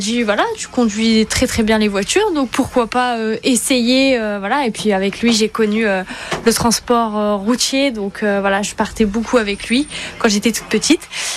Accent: Hauts-de-France, France; born there; moved away as an adult; now in Vendée, France; de base je ne suis pas de la région. Je suis née dans le Nord. Ça fait à peu près 8 ans maintenant qu'on est arrivé dans la région.

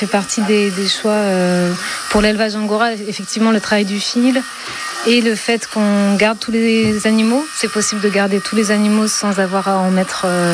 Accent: Occitanie, France; dans les Cévennes gardoises.

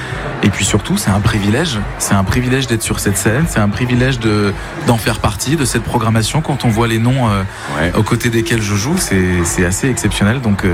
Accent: Switzerland; moi je suis en Suisse

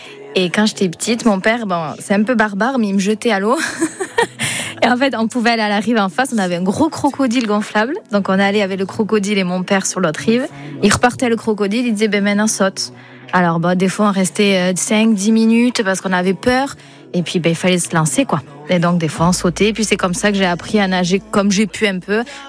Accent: Bidarray, Nouvelle-Aquitaine, France; j'ai grandi à Bidaraï et on n'était pas loin du Bastin.

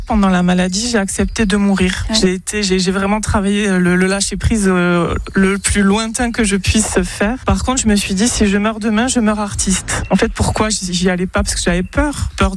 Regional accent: Bayonne, Nouvelle-Aquitaine, France; j'ai 48 ans et je suis de Bayonne.

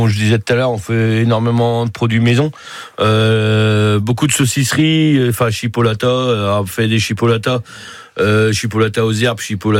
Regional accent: Brittany, France; quand on est breton on est chauvin

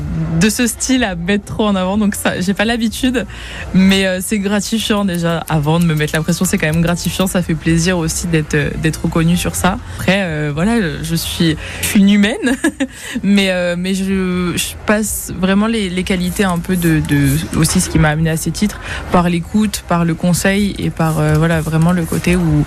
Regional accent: Orléans, Centre-Val de Loire, France; Moi, pour ma part, je suis d'Orléans, la base, rien à voir.

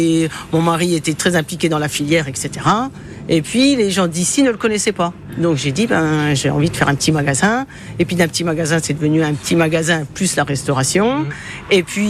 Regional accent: Fontenoy, Bourgogne-Franche-Comté, France; moved away; moi je suis de Fontenoy. Enfin, j'habitais Fontenoy juste à côté. Bon, maintenant j'ai déménagé

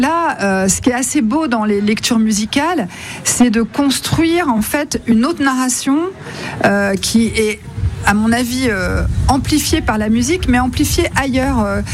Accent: Le Havre, Normandy, France; moved away as an adult; Alors j'ai grandi là, alors je ne suis pas originaire de cette ville, mes parents sont venus y vivre au milieu des années 60, et je l'ai quitté après le bac

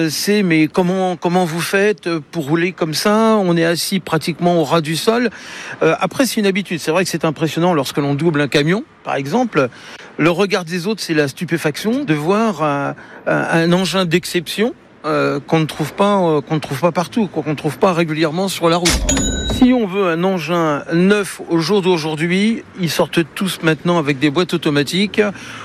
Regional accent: Le Mans, Pays de la Loire, France; j'ai 63 ans et je suis natif du Mans.

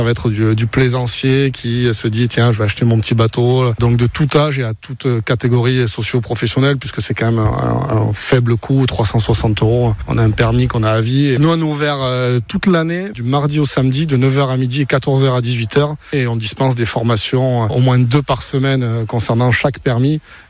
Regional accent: Mont-de-Marsan, Nouvelle-Aquitaine, France; born there; also born or lived in Hagetmau; now in Capbreton, France; Moi je suis né à Mont-de-Marsan, je suis d'Agetmont, je suis sur la côte à Cap-Breton depuis 2011 maintenant.

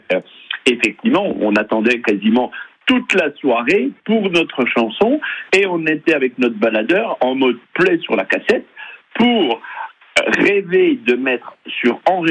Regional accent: Bavilliers, Bourgogne-Franche-Comté, France; chez nous à Bavillers

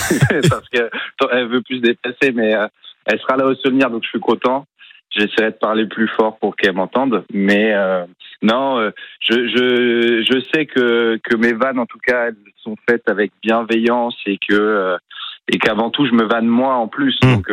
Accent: Le Mans, Pays de la Loire, France; moved away; de le faire vivre aussi à ma ville natale

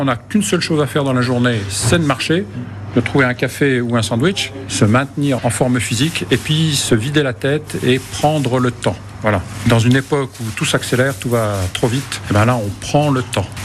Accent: Besançon, Bourgogne-Franche-Comté, France; Et je suis de Besançon. Je suis parti hier sous la pluie.

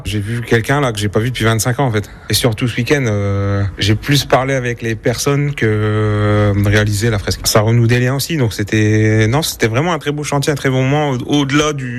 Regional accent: Lens, Hauts-de-France, France; moi, je suis né à Lens, donc j'étais à l'école publique à Lens.

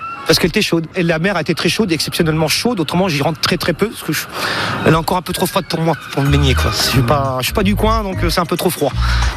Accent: Caen, Normandy, France; moved away as an adult; now in Cherbourg, France; Je suis originaire de Caen à l'origine.

